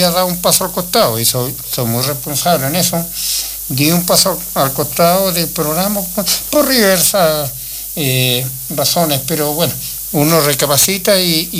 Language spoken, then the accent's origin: Spanish; Aysén, Chile; born there; also born or lived in Argentina; Yo nací en Vialidad.